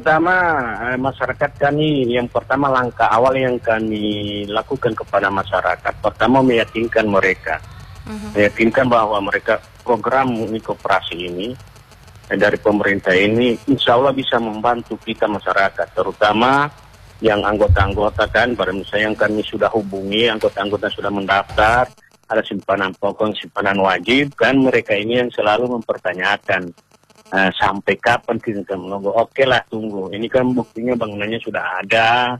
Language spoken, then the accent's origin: Indonesian; Indonesia; kita masyarakat Desa Tenggela